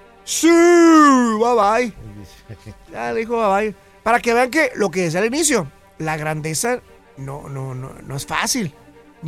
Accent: northern Mexico, Mexico; porque somos mexicanos, porque somos del norte

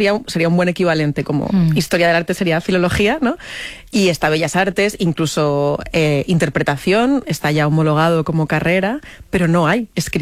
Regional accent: Madrid, Community of Madrid, Spain

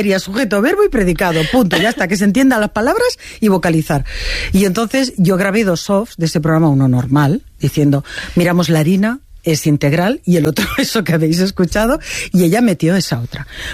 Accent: Spain; yo quiero saber como ciudadana española

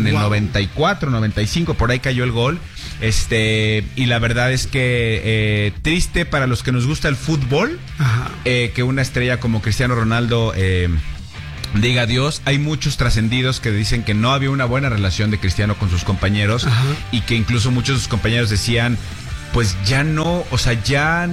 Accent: Mexico

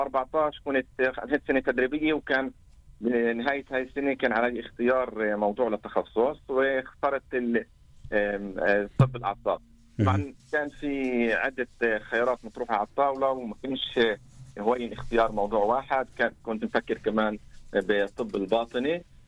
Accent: Shefa-Amr, Northern District, Israel; من مواليد بلد شفا عمر. نشأت بشفا عمر وتعلمت بالبداية بالمدارس بشفا عمر، وبعدين توجهت للكلية الأرثوذكسية بحيفا

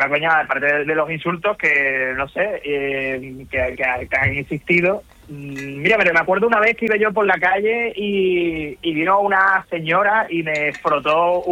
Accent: Chiclana de la Frontera, Andalusia, Spain; born there

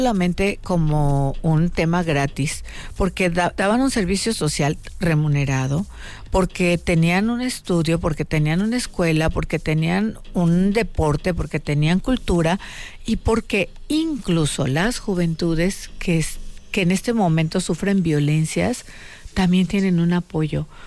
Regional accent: Chilpancingo, Guerrero, Mexico; born there; Yo nací en Chilpancingo. Yo hace 53 años vengo de una cuna pobre. Nosotros, o tu servidora, estudió escuelas públicas.

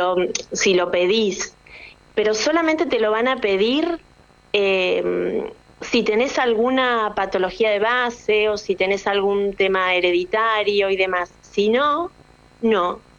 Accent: Argentina; moved away as an adult; yo vengo de Argentina y me hago todo esto cada año

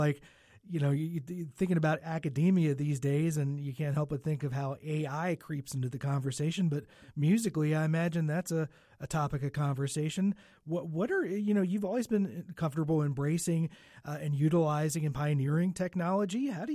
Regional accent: Baltimore, Maryland, United States; You are a teacher in my hometown of Baltimore, Maryland

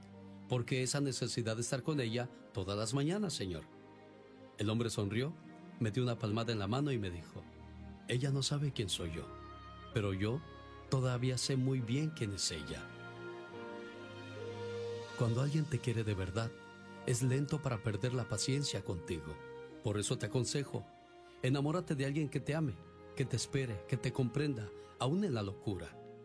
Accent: Veracruz, Mexico; moved away; Salí de Veracruz. Pero Veracruz nunca salió de mí. La nostalgia de mi tierra está con...

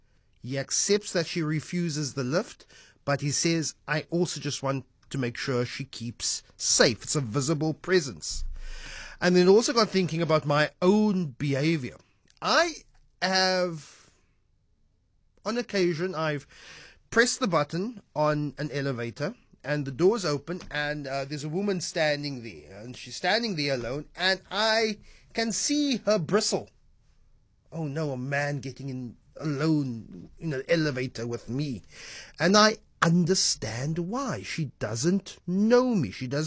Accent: South Africa; I am a South African man.

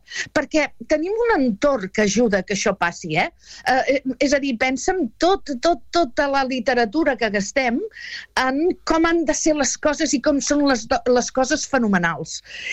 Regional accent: Catalonia, Spain; Jo sóc del Vallès, visc a Martorelles

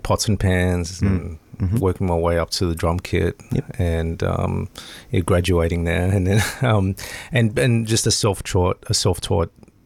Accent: Sydney, New South Wales, Australia; Well, I was born in Sydney. Okay. I pretty much grew up in Bondi.

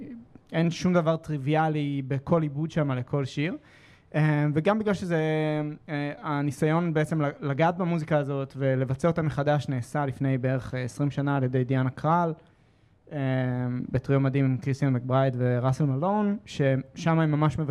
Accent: Kfar Yedidia, Central District, Israel; born there

